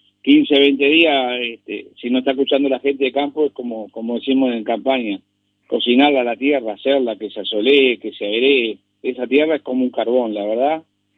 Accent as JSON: {"language": "Spanish", "region": "Canelones", "country": "Uruguay", "said": "pero yo soy canario y soy orgulloso de ser canario"}